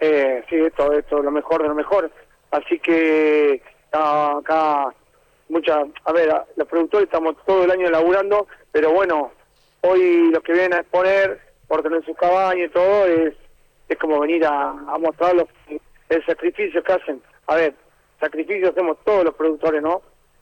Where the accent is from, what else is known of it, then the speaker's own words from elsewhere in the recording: Carmen de Patagones, Buenos Aires Province, Argentina; Venimos de Carmen de Patagones.